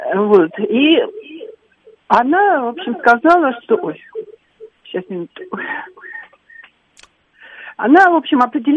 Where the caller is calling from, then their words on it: Moscow Oblast, Russia; Я из Подмосковья.